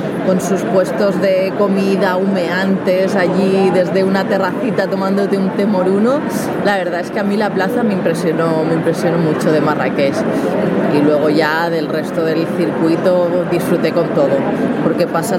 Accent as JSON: {"language": "Spanish", "town": "Barcelona", "region": "Catalonia", "country": "Spain", "moved": "as an adult", "lives_now": "Morocco", "said": "soy de Barcelona."}